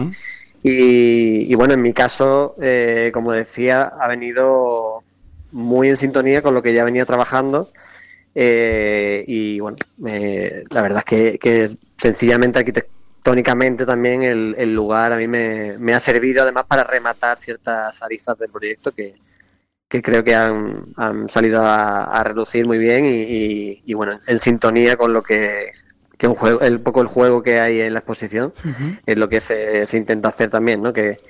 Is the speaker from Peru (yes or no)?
no; Los Corrales, Andalusia, Spain; also born or lived in Osuna / Seville / Barcelona / Paris; now in Aracena, Spain; soy de Los Corrales, ahí a poquitos kilómetros de Osuna. Uh-huh. Aunque hice el bachillerato, de hecho, en Osuna también. Luego me mudé a Sevilla y seguidamente en Barcelona. También he estado casi 3 años en París. Y me mudé hace poco de nuevo a Aracena, donde vivo